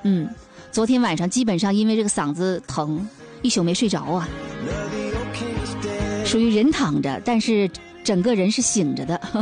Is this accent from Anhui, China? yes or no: no; Changchun, Jilin, China; 长春那不我老家吗，它那突下就出来，是不是？